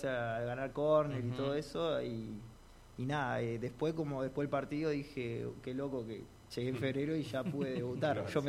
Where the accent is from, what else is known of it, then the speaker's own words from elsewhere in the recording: General Roca, Río Negro, Argentina; born there; also born or lived in Neuquén, Argentina; now in San Juan, Argentina; yo nací en Roca. Jugué también, hice inferiores en Roca.